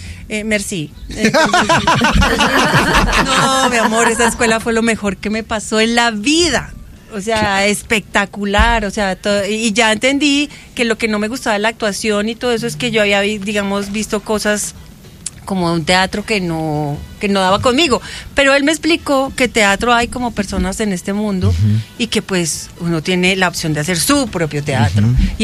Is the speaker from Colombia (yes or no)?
yes; Colombia; yo vengo de Colombia.